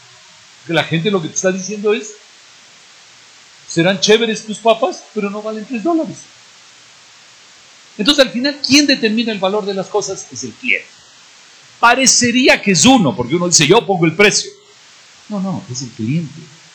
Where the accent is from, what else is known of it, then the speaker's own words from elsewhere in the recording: Ecuador; los ecuatorianos